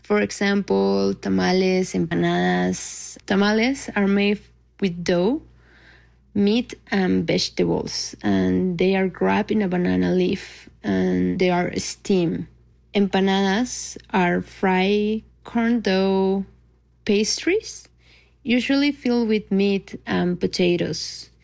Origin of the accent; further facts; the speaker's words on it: Bogota, Bogotá Capital District, Colombia; moved away as an adult; now in Revelstoke, Canada; I moved here from Bogota with my husband about 4 years ago. Revelstoke is a beautiful place, but being a small mountain town also means that getting certain foods can be difficult.